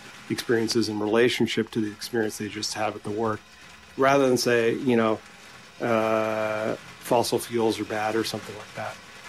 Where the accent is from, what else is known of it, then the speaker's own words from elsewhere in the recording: Ontario, Canada; growing up in Northern Ontario